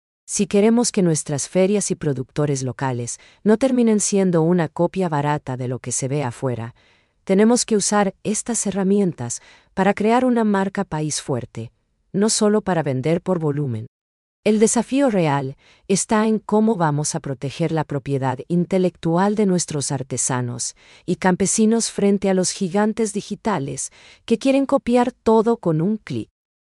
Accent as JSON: {"language": "Spanish", "country": "Paraguay", "said": "nos identifica como paraguayos."}